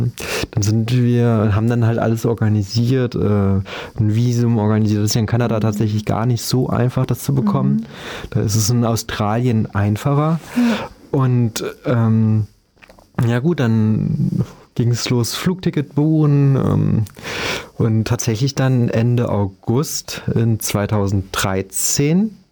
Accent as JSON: {"language": "German", "country": "Germany"}